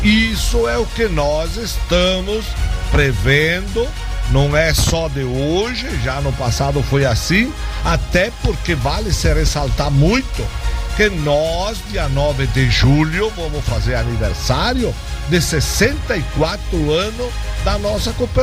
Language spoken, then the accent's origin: Portuguese; Nova Bréscia, Rio Grande do Sul, Brazil; eu sou de Nova Brécia, a cooperativa é de Fontoura.